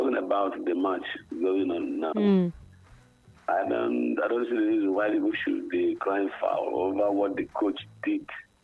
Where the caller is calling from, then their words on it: Asaba, Delta, Nigeria; from Asaba.